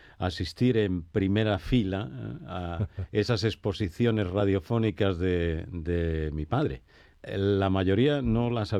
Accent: Villa del Río, Andalusia, Spain; Pues mira, vengo de Villa del Río. Estaba hace unos días en el pueblo

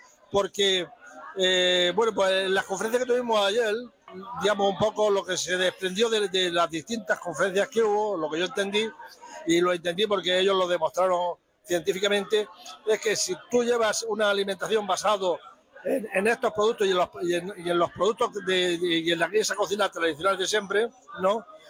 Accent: Almería, Andalusia, Spain; moved away; en mi tierra, en Almería, donde yo me he criado.

